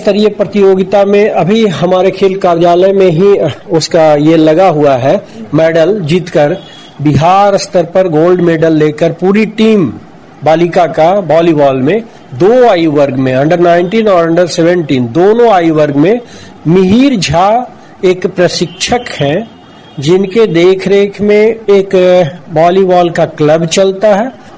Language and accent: Hindi; Darbhanga, Bihar, India